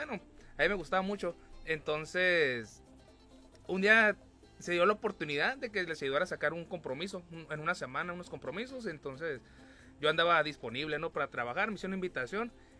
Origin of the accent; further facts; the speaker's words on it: Camalú, Baja California, Mexico; moved away as an adult; Yo soy de San Quintín, de un pueblito que se llama Camalú.